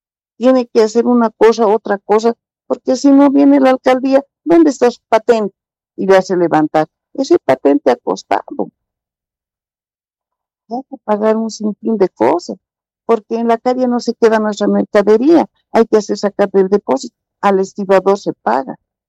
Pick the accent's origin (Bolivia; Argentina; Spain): Bolivia; todos estamos afectados, prácticamente todos los bolivianos.